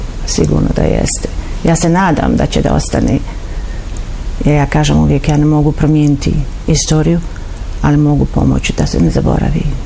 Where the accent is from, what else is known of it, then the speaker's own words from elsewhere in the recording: Tuzla, Federation of Bosnia and Herzegovina, Bosnia & Herzegovina; Moja prva izložba u Tuzli, u mom rodnom gradu. Ja sam ovdje rođena i odrasla sam ovdje